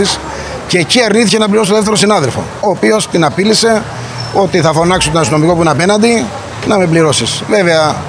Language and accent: Greek; Greece; μας προσβάλλει όχι σαν κλάδος, αλλά και σαν Έλληνες